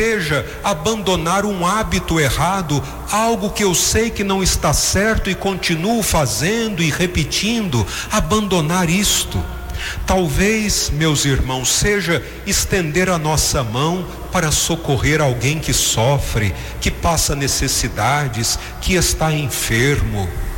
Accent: Brazil; a todos nós brasileiros

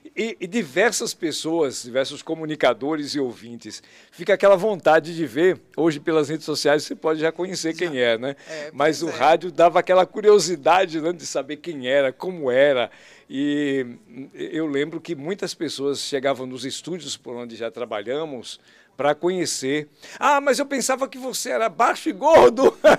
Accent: Mundo Novo, Bahia, Brazil; also born or lived in Mairi, Bahia / Santana, Bahia / Várzea da Roça, Bahia; now in Feira de Santana, Brazil; Eu sou natural de Mundo Novo, Bahia. Para quem não sabe, fica na região, Piemonte da Chapada Diamantina, né? Depois de Baixa Grande, Mundo Novo, antes de Piritiba, as margens da Estrada

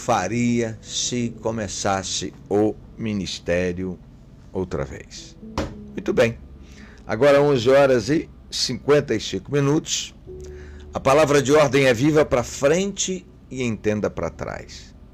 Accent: Minas Gerais, Brazil; moved away; Na minha terra, uma região lá de Minas, forte a pecuária

